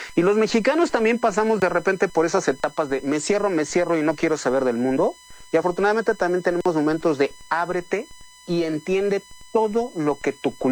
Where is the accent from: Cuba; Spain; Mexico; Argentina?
Mexico; No somos España, no somos los pueblos prehispánicos, somos mexicanos.